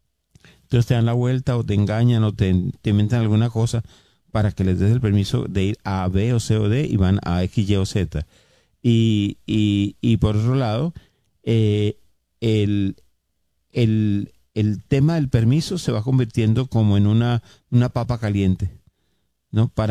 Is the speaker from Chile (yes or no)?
no; Colombia; moved away as an adult; now in United States